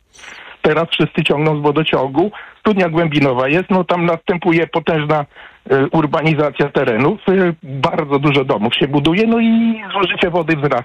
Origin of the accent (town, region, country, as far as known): Radzymin, Masovian Voivodeship, Poland; born or raised there